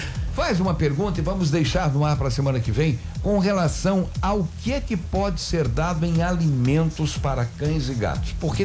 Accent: Brazil; Mas a gente é brasileiro

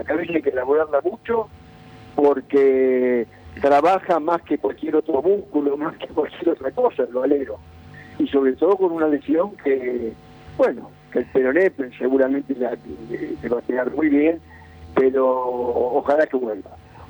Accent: Argentina; los argentinos, que somos casi todos de Boca

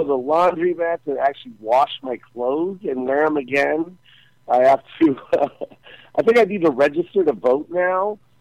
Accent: Las Vegas, Nevada, United States; moved away; And that's my hometown, too

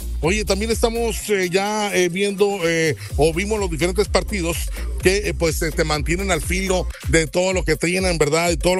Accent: Mexico; nosotros como mexicanos decimos siempre ¡Viva México!

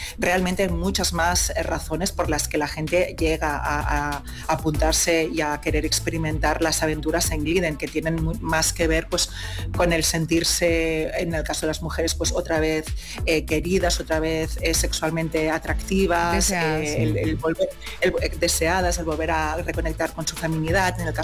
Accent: Spain; yo soy española y no vivo en Colombia

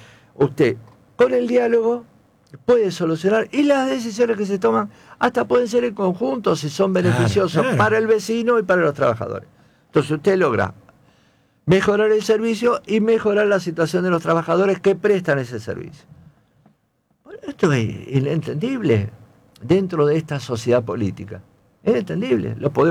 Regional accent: Rosario, Santa Fe, Argentina; Somos rosarinos.

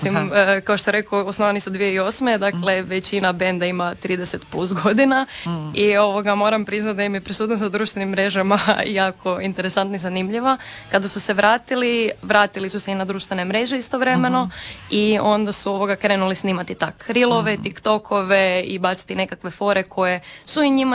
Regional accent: Zagreb, City of Zagreb, Croatia; ja sam iz Zagreba

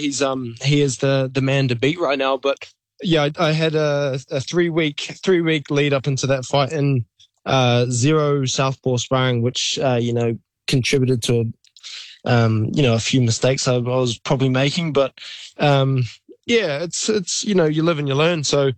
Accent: New Zealand; now in Australia; So I'm so grateful that I can be just across the ditch and still be considered the hometown hero.

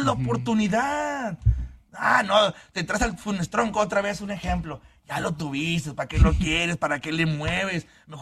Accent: Monterrey, Nuevo León, Mexico; Muchos dicen, ay, filtrado, este vato es tigre. No, yo soy regiomontano, me importan los equipos.

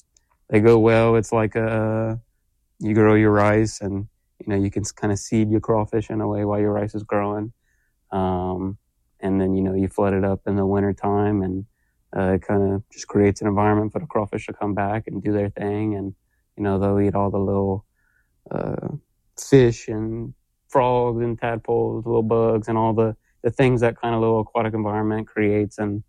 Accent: Perry, Louisiana, United States; I'm born and raised at the bottom of Vermilion Parish.

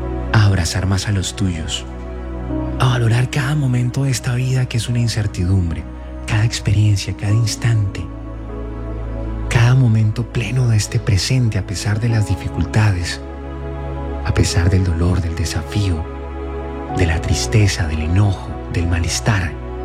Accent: Colombia; Estoy en Colombia grabando este mensaje, en mi amada Cali

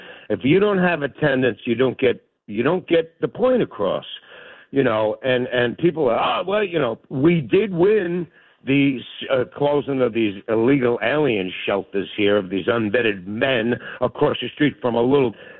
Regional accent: New York, United States; Yeah, of course, I'm a New Yorker. I'm a New York fan.

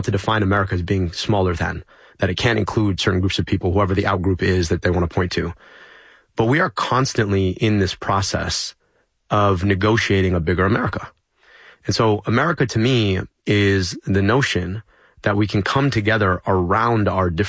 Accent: Pakistan; Like, yes, I'm a citizen of the United Kingdom, but I'm not British. They're British. I'm Pakistani.

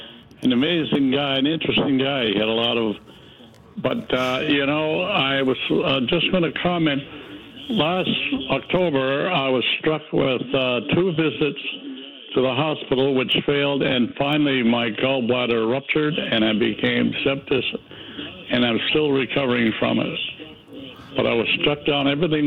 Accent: Campbellton, New Brunswick, Canada; also born or lived in Gagetown; now in Fredericton, Canada; But I grew up in Campbellton.

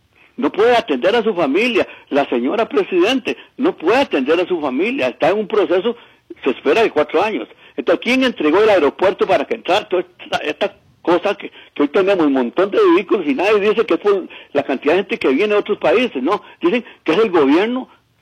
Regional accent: Costa Rica; yo me pongo a pensar como costarricense

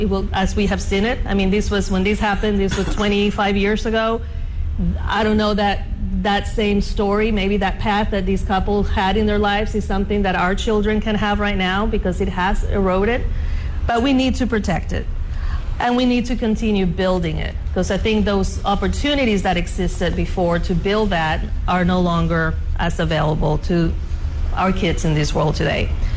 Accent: Venezuela; moved away; growing up in Venezuela

